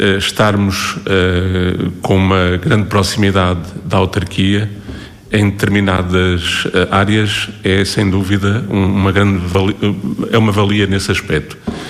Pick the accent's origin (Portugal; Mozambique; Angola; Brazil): Portugal; enquanto país, enquanto cultura, enquanto portugueses